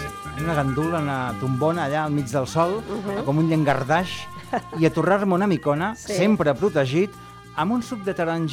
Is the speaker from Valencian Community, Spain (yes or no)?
no; Gironella, Catalonia, Spain; al meu poble, que és Gironella